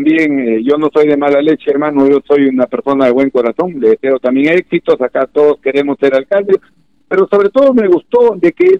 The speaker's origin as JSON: {"language": "Spanish", "town": "Olmos", "region": "Lambayeque", "country": "Peru"}